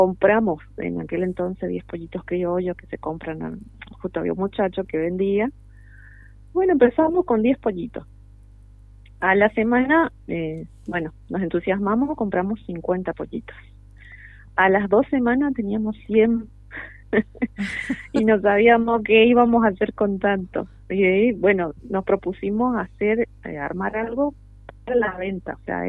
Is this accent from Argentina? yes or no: yes; Misiones, Argentina; now in Tolhuin, Argentina; Nosotros con mi esposo somos de Misiones.